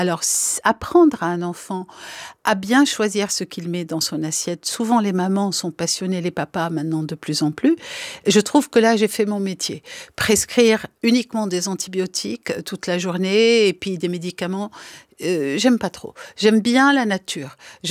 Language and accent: French; Paris, Île-de-France, France; born or raised there; also born or lived in Aleppo, Syria / Beirut, Lebanon